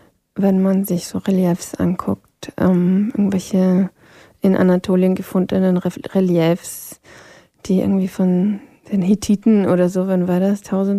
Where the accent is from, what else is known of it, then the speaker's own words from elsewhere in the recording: Vienna, Austria; born there; first language Polish; also born or lived in Istanbul; ich bin ja halb Polin, halb Tschechin von Haus aus, aber in Wien geboren.